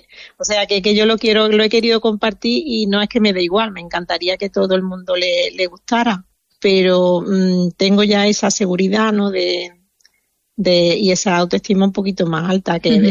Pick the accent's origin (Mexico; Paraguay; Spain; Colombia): Spain; Andalusia; moved away; más de donde yo vivo en este momento, que también hay naturaleza.